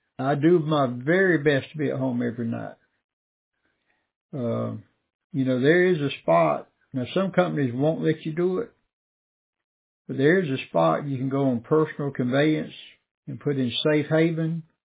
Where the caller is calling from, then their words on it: Georgia, United States; in Georgia